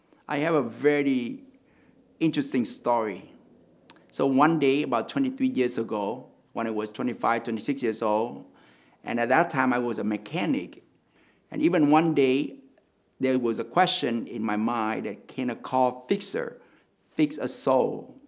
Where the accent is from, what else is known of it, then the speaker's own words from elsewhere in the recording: Vietnam; moved away as an adult; also born or lived in New Orleans; now in Baton Rouge, United States; I was born in Vietnam in 1972 during the Vietnam War, bloody summer, May 29th, 1972. I came here with my family, a family of six children, as political refugees